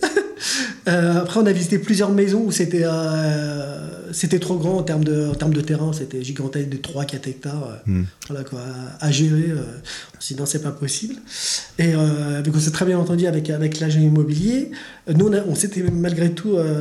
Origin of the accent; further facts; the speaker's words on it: Saint-Denis, Île-de-France, France; born there; moved away as an adult; J'ai toujours dit à ma mère que j'étais pas né au bon endroit. pour un ordre d'idée, moi je suis né en Île-de-France dans le 93 à Saint-Denis.